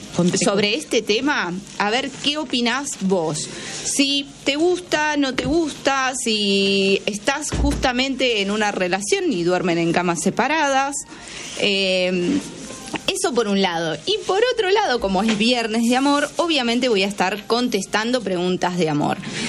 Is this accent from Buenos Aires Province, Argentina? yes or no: yes; Mar del Plata, Buenos Aires Province, Argentina; Yo soy de Mar del Plata y siempre vengo.